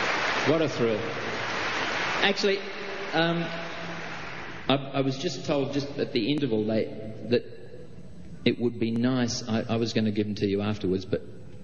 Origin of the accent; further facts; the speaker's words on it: Perth, Western Australia, Australia; to be on stage in this enormous, marvellous building in my hometown in Perth.